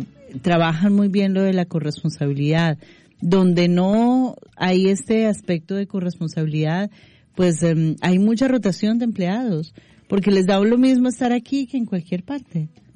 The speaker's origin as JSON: {"language": "Spanish", "country": "Colombia"}